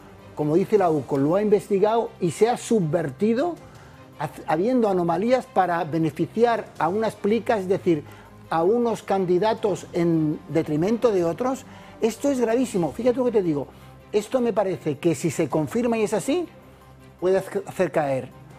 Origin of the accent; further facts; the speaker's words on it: Spain; Pero que lo haga en su nombre, no en el mío